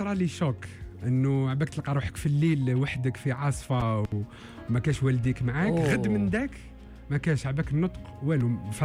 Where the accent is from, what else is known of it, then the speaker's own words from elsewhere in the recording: Algiers, Algiers Province, Algeria; انا مولود في الجزائر العاصمة فوالا في الجي.